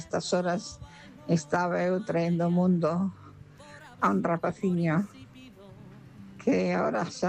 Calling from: A Pobra, Galicia, Spain; Hola, boas noites a toda a familia de Pensando en Ti. … da Pobra.

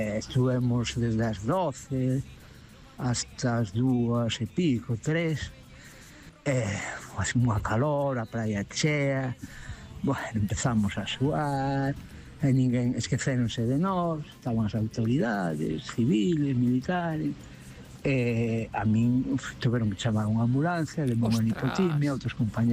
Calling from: Oleiro, Galicia, Spain; Bo día, tropa … de Montrove, Oleiro.

